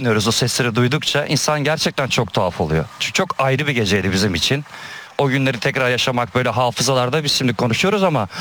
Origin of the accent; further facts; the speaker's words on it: Ordu, Turkey; Annemler de o zaman memleketteydi. Ordu'daydı. Orduluyum ben. Annemler oradaydı.